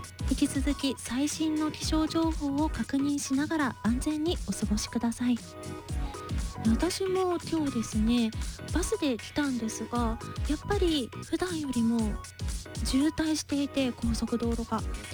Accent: Tokushima, Japan; moved away as an adult; also born or lived in Hyogo; 私当時大学生の頃、地元の徳島から一人暮らしをしていた兵庫県までの

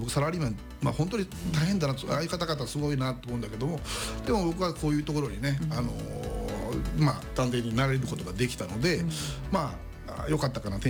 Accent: Shikoku, Japan; 僕四国の出身なんだけども

